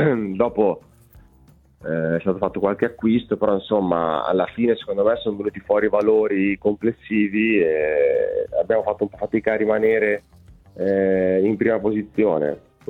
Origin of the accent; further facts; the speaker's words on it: Ravenna, Emilia-Romagna, Italy; perché alla fine io sono di Ravenna, quindi sono sempre a stretto contatto